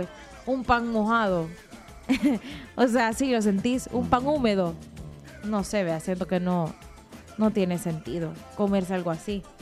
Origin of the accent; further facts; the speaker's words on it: El Salvador; los salvadoreños hacemos combinaciones bien raras.